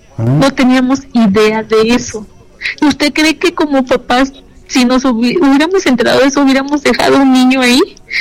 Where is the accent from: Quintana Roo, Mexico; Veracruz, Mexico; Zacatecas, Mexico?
Veracruz, Mexico; Poza Rica; somos de Poza Rica, no tenemos familia aquí.